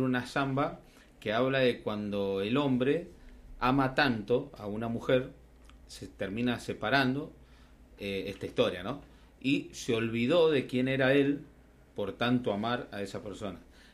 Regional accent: Mendoza, Argentina; moved away; Yo me fui de acá de Mendoza con esa frase, nadie es profeta en su tierra.

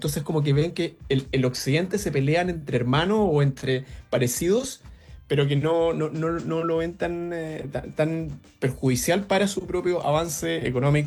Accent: Chile; Yo, si soy de Chile

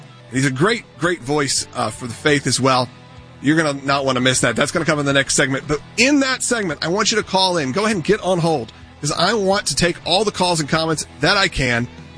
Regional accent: Georgia, United States; growing up in Gwinnett County, growing up in these areas, when Dacula gets name checked in the early 2000s

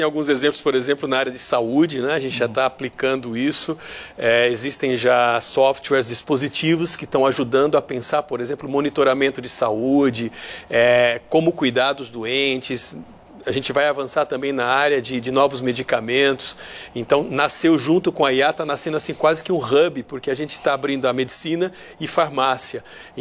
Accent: Rio de Janeiro, Brazil; now in São Paulo, Brazil; O problema, eu venho do Rio de Janeiro, um grande problema da cidade e da sociedade carioca, não só, né? Aqui em São Paulo também.

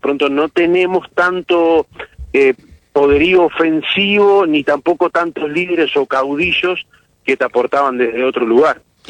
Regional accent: Uruguay; Nosotros los uruguayos somos muy especiales en eso, somos muy de lo nuestro

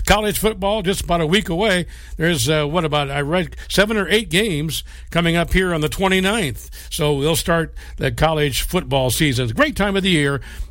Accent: Iowa, United States; looking forward to getting back to my home state in Iowa

